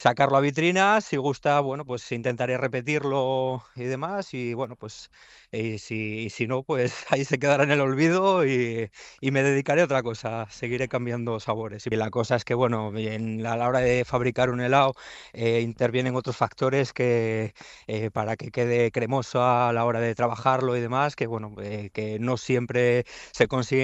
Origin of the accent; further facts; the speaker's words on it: Avilés, Asturias, Spain; a pesar de que yo soy de aquí de Avilés